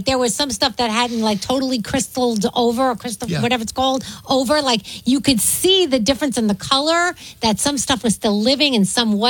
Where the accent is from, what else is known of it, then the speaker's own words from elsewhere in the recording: New York, United States; So, you know, we're from New York. So we were like shorts and maybe a little light sweater.